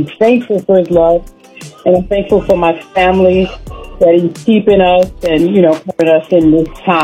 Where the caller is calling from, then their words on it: Waldorf, Maryland, United States; Waldorf, Maryland.